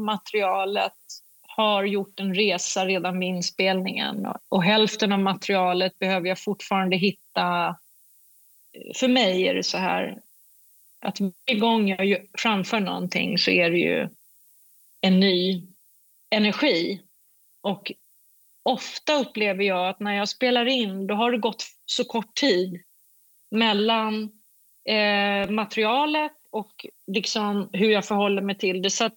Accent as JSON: {"language": "Swedish", "country": "Sweden", "said": "Jag är en svensk kvinna."}